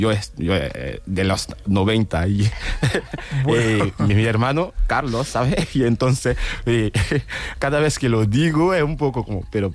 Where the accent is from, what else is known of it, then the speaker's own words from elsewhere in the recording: Côte d’Ivoire; Spanish is a second language; yo mismo, habiendo estudiado en Costa de Marfil, mi país de origen, he estudiado español durante 5 años en el instituto.